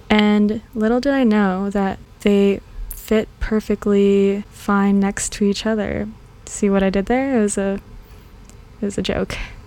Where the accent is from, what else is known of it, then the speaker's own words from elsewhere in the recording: Philippines; I think I would be Team Garlic because I'm Filipino.